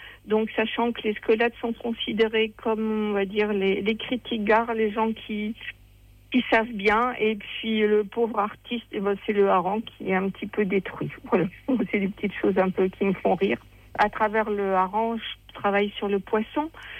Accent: Seclin, Hauts-de-France, France; born there; c'était pas à Dunkerque, c'était là où je suis née, à Seclin.

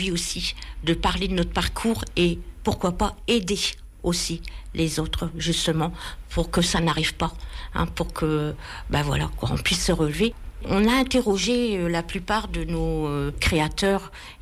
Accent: Arras, Hauts-de-France, France; moved away as an adult; also born or lived in Poitiers; Dans mon parcours, je suis partie 20 ans vivre sur Poitiers. Mais ma région, Arras, ma ville, mon beffroi

